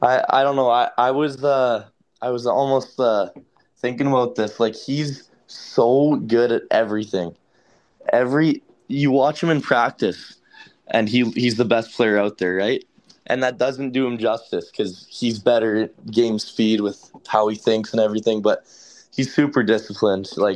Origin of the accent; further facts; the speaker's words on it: Beausejour, Manitoba, Canada; I'm from a small town called Bossier, Manitoba. It's about an hour east of Winnipeg. I believe 3,000 people live there, so small by Manitoba standards, I guess.